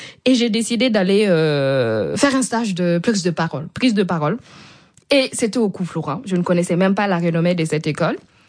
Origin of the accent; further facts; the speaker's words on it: Burkina Faso; lui il s'est déplacé chez nous au Burkina, donc vous savez en fait on a ce respect là chez nous les Burkinabés